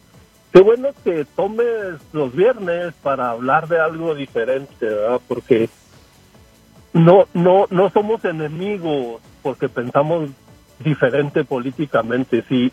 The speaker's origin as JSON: {"language": "Spanish", "town": "Ciudad Juárez", "region": "Chihuahua", "country": "Mexico", "tie": "born there"}